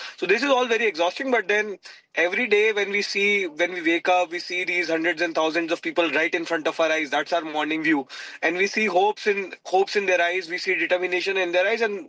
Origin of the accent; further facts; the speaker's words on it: Jaipur, Rajasthan, India; my hometown, Jaipur